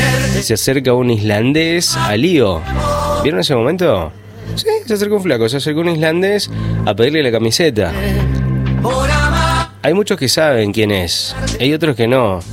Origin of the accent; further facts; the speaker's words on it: Argentina; porque somos argentinos y sentimos el país en el pecho, en la sangre.